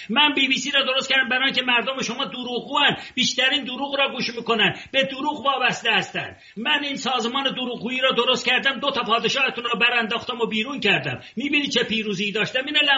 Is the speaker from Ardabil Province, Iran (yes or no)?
yes; Ardabil, Ardabil Province, Iran; مانند من اردبیلی هستم،